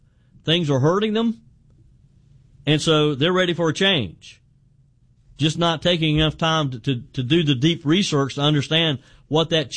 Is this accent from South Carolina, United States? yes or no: yes; South Carolina, United States; He famously did it way back when with my home state senator, the late Lindsey Graham.